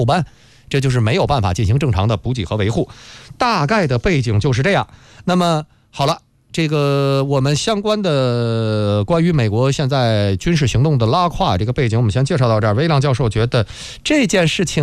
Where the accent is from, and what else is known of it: China